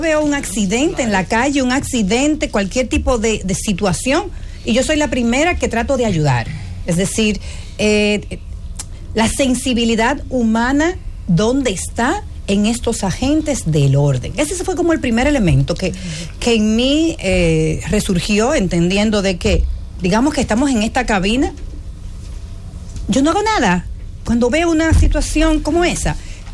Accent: Dominican Republic

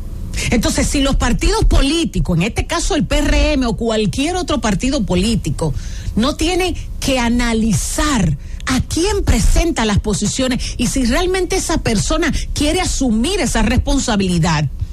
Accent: Dominican Republic; si nosotros como dominicanos no entendemos que tenemos que revisar a quién votamos

